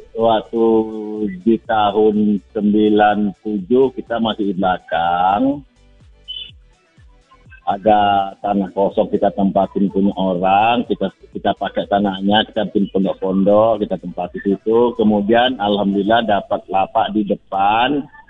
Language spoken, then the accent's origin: Indonesian; North Sumatra, Indonesia; Cuman karena kita orang Mandailing, kita pakai bahasa Mandailing, apa namanya, lomang.